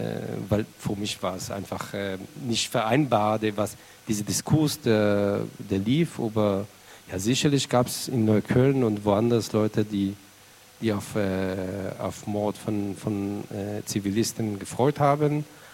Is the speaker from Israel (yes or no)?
yes; Israel; German is a second language; now in Germany; ich bin, was ich gesagt, in Kibbutz aufgewachsen, der etwa 30 Kilometer von der Gazastreifen ist.